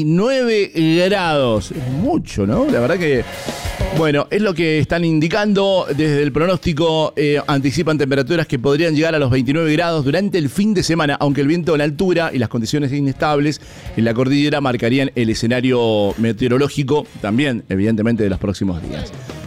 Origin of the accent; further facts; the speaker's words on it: Mendoza, Argentina; somos de Mendoza